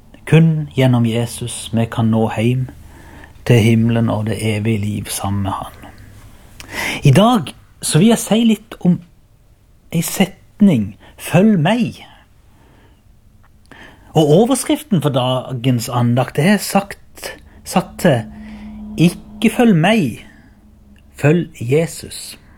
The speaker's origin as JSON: {"language": "Norwegian", "town": "Byremo", "region": "Agder", "country": "Norway"}